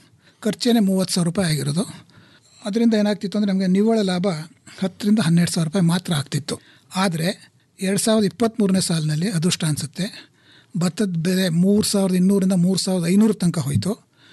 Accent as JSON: {"language": "Kannada", "town": "Mysore", "region": "Karnataka", "country": "India", "tie": "born or raised there", "said": "ವಿದ್ಯಾಭ್ಯಾಸ ನಾನು primary school ನಮ್ಮೂರಿನಲ್ಲೇ ಓದಿದೆ, ಮಿಡ್ಲ್ ಸ್ಕೂಲಿಂದ ಮೈಸೂರಿಗೆ ಶಿಫ್ಟ್ ಆಯಿತು."}